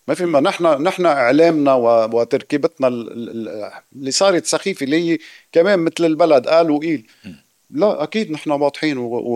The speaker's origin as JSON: {"language": "Arabic", "region": "South Lebanon", "country": "Lebanon", "said": "مثلي أنا شيعي من الجنوب"}